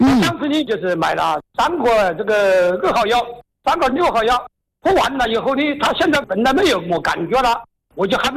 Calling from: China; 我是仙岛楼河人，仙岛是楼河镇的。

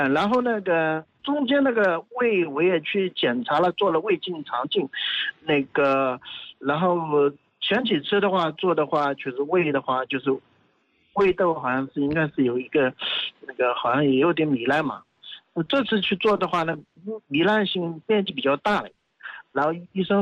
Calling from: Zhoushan, Zhejiang, China; 我是浙江舟山人

